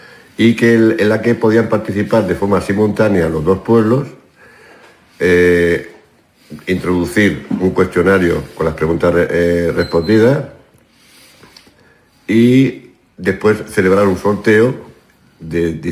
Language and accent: Spanish; Cieza, Region of Murcia, Spain; mi pueblo, que es Cieza, tan rica también en tanta cultura, historia y patrimonio.